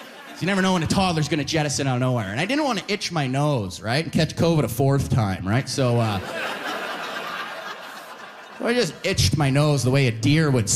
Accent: Alberta, Canada; now in Ontario, Canada; I lost 3 friends just because I'm from Alberta.

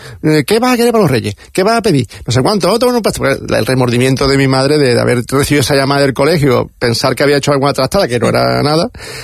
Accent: San Pedro Alcántara, Andalusia, Spain; also born or lived in Málaga; al final nací en Málaga, estuve un par de días y nada, a San Pedro, donde mi familia, mi padre pues se ubicó después de venir de Sevilla a trabajar en el sector de la hotelería y nada, desde ahí pues sanpedreño de segunda generación.

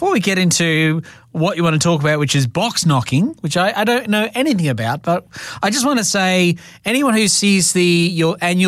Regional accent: Australia; we're Australian

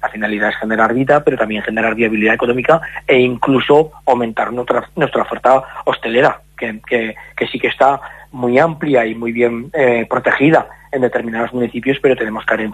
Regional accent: Aragon, Spain; somos la comarca más grande de Aragón

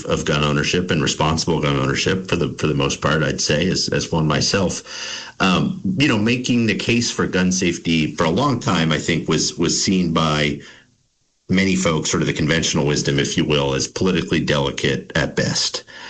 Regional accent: Vermont, United States; I mean, Sandy Hook, from where I grew up in Windham County, probably a 90-minute drive

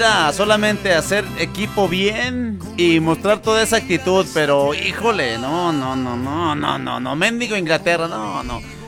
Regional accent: Mexico; Yo soy mexicano, así merito, oiga.

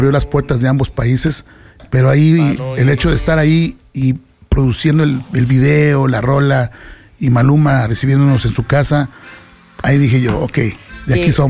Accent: Mexico; Eso somos los mexicanos.

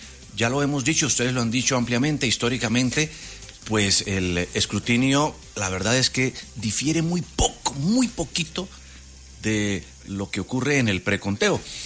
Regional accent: Colombia; La verdad, como muchos colombianos, Julio, un voto finish, un cabeza a cabeza.

